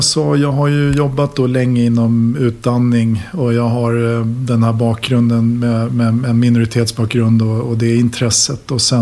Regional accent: Sweden; also born or lived in Norway; jag kommer från Sverige, men jag har finsk bakgrund också. Så att jag kan säga så här, jag har finskt pass och så har jag vuxit upp I Sverige och så jobbat I Norge I över 15 år.

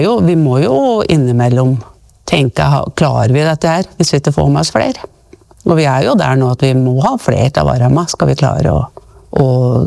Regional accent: Reinsvoll, Innlandet, Norway; jeg husker jo når jeg vokste opp her på Reinsvoll

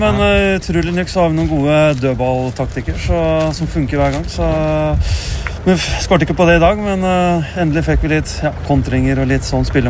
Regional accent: Eidskog, Innlandet, Norway; moved away as an adult; also born or lived in Southampton; gi litt tilbake til der jeg kommer fra.

